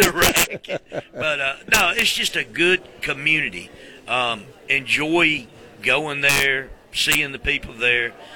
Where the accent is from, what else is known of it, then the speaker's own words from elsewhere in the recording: Alabama, United States; Yeah, it's just a great place to live too. I mean, growing up in Alabama, I wouldn't ask to grow up in any other state. It was just fantastic, and then living in Alabama, one, we're very hospitable.